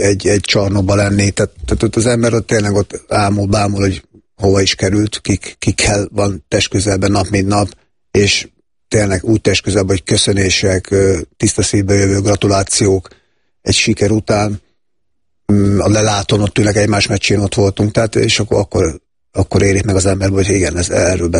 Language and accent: Hungarian; Hungary; now in Budapest, Hungary; utána tényleg Pesten meg próbáltam megállni a helyemet, fölkerülni, mint vidéki srác